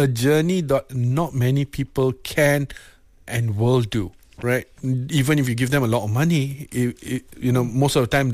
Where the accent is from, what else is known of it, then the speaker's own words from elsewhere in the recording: Malaysia; because I come from Felda Settlers, right? Uh-huh. So I used to stay there for a bit.